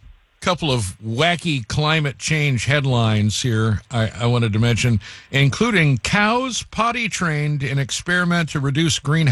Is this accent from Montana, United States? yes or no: no; Iowa, United States; born there; Well, you know, I was born in Iowa, and I think Nebraska should have them. I don't want them in my Hawkeye state.